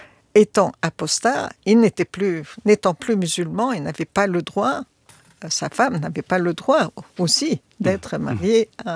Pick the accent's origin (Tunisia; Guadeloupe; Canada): Tunisia; Chez nous, en Tunisie